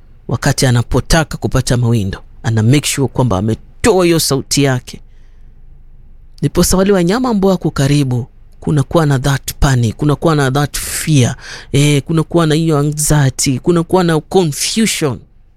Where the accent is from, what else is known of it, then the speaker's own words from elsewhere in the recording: Kenya; now in Nairobi, Kenya; So kule kwetu kwa lugha ya kipokom tunasema ni mbothe.